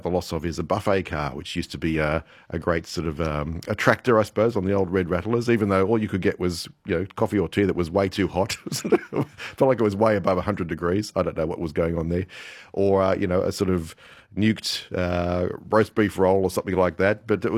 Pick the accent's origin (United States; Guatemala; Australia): Australia; Canberra, Australian Capital Territory; And, growing up in Canberra, that was the source of much derision from everybody, pretty much.